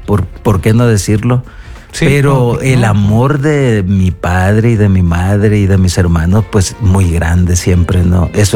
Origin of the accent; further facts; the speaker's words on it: Culiacán, Sinaloa, Mexico; yo vengo de una ciudad que se llama Culiacán, Sinaloa, México.